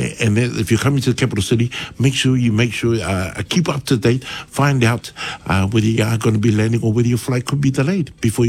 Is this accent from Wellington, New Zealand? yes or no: yes; Wellington, New Zealand; I was born and bred in Wellington